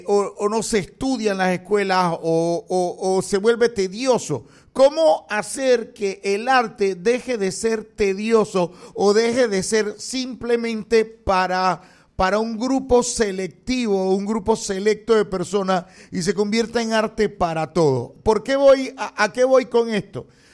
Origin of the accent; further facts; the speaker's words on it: Panama; yo me considero también un panameño de a pie